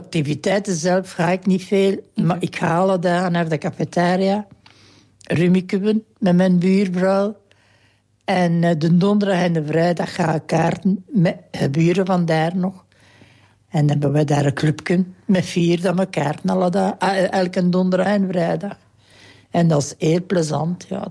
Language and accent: Dutch; Herne, Flanders, Belgium; born there; also born or lived in Kester; mijn geboortedorp is hier in Herne. Maar ik heb dan in Kester gewoond.